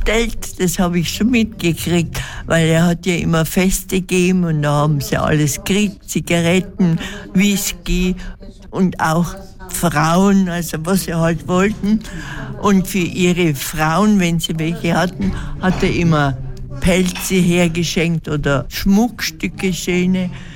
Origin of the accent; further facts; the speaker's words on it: Svitavy, Pardubice Region, Czechia; Und der hat bei uns in Zwittau, nicht weit weg von unserer Wohnung, hat er auch eine Wohnung gehabt, ein Haus bewohnt.